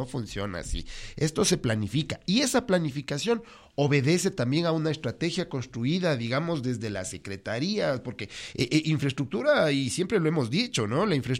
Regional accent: Quito, Pichincha, Ecuador; Bellavista de Calderón, que es de donde yo vengo, hace 6 años no teníamos casas, no teníamos vías, éramos un barrio privado. Privado de todo. No teníamos agua, no teníamos alcantarillas, de nada.

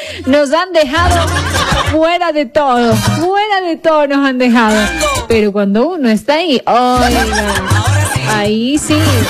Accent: Telimbela, Bolívar, Ecuador; ni yo que nací, crecí en Telimbela

